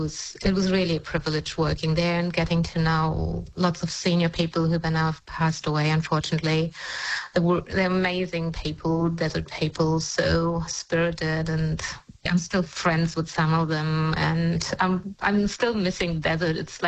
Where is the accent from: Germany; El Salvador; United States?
Germany; now in Australia; When I came from Germany, of course, I didn't have a clue, and I landed right in the middle of the desert